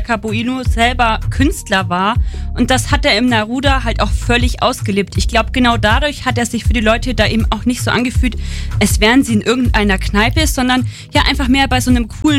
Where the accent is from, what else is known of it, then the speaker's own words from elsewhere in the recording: Bavaria, Germany; Ich komme tatsächlich aus dem Landkreis, aber durch Studium bin ich natürlich immer mehr in Augsburg unterwegs gewesen und habe die Stadt auch so, ja, lieben gelernt.